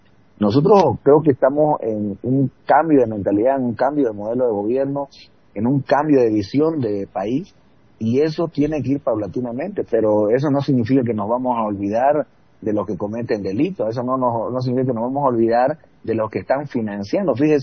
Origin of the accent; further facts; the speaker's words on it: Santa Cruz, Bolivia; nosotros como clase media, como cruceños, como departamento